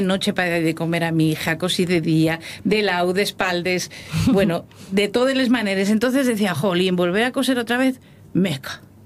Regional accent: Asturias, Spain; Yo soy muy defensora de Asturias porque soy asturiana de pura cepa. Voy a los rodajes americanos hablando en asturiano y si no me entienden, que aprenden.

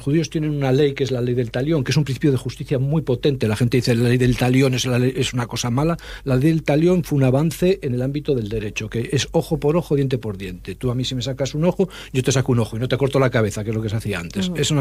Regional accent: Spain; nosotros, como españoles blancos

